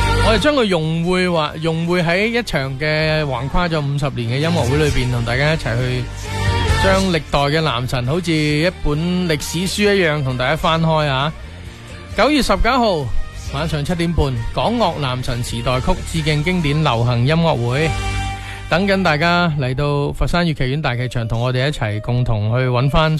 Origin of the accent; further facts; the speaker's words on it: Guangzhou, Guangdong, China; 我是因为我是广州人啊